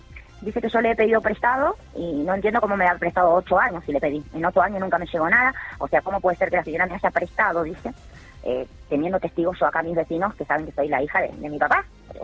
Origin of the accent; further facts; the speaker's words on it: Buenos Aires, Argentina; moved away; Y nada, y hace 8 años que vivo acá, que falleció mi papá. Me vine de Buenos Aires.